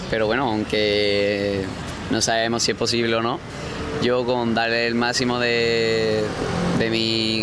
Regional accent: Rota, Andalusia, Spain; estoy súper orgulloso de poder representar tanto a mi país como a mi comunidad autónoma, como tanto Rota como mi pueblo.

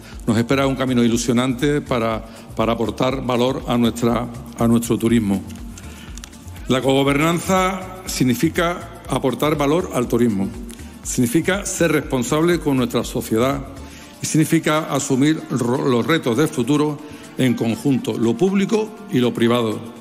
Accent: Andalusia, Spain; Como andaluz, no entiendo nuestra manera de ser, nuestra manera de tratar a nuestra gente sin el turismo.

